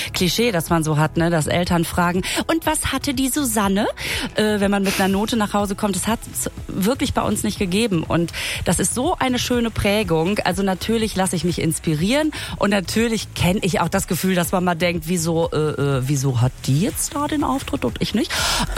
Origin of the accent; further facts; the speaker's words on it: Münster, North Rhine-Westphalia, Germany; da spiele ich mein Solo in Münster, in meiner Heimatstadt.